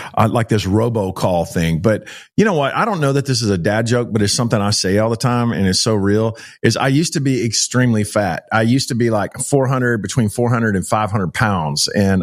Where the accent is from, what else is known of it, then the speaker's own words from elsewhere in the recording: Joshua, Texas, United States; So I grew up about 10 miles from you in Keene. I grew up in Joshua, Texas.